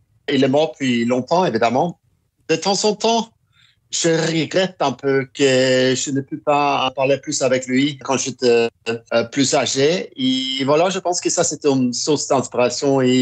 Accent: Oslo, Norway; French is a second language; also born or lived in Kirkenes; je suis grandi quand je viens d'Oslo, la capitale de la Norvège, mais je grandis 5 ans dans une petite ville qui s'appelle Kirkenes. C'est une ville à la frontière russe

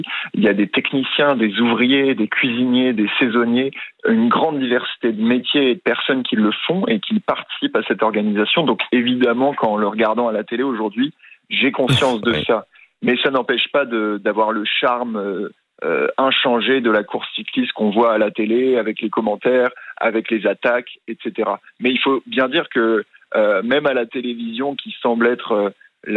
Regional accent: Valenciennes, Hauts-de-France, France; dans le nord de la France, j'ai grandi moi-même à Valenciennes

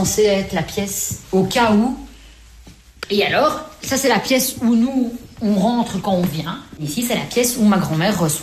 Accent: Belgium; Moi, je suis belge maintenant et j'ai grandi ici, je suis née ici. Donc, je suis... Oui, il y a cette transmission italienne, j'aime bien être en Italie, j'ai tout. J'ai fait mes études ici, je travaille ici

